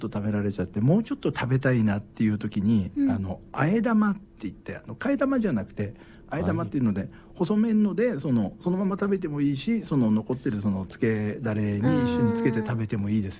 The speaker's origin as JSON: {"language": "Japanese", "town": "Tatebayashi", "region": "Gunma", "country": "Japan", "tie": "born or raised there", "moved": "yes", "lives_now": "Tokyo, Japan", "said": "僕はもともと群馬の館林っていうところの出身なので、"}